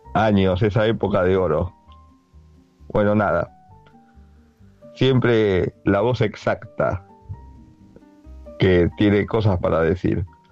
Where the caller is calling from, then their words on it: Mar del Plata, Buenos Aires Province, Argentina; de Mar del Plata.